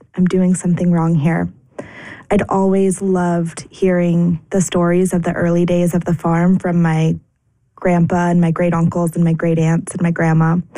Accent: Chico, California, United States; moved away as an adult; also born or lived in Los Angeles / London / New York; Well, I grew up here in Chico

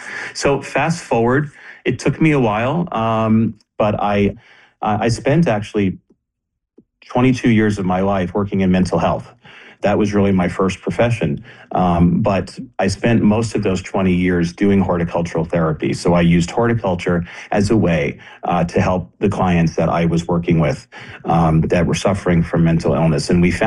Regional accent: Bergen County, New Jersey, United States; I'm not from Massachusetts. I'm from New Jersey, not far from here at all, actually, in Bergen County.

